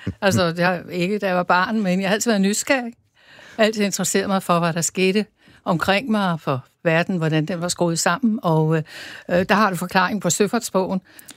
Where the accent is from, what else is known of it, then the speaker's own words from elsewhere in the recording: Roskilde, Zealand, Denmark; jeg talte lidt forståeligt moderne dansk. Og så kunne de høre, at jeg var fra Roskilde.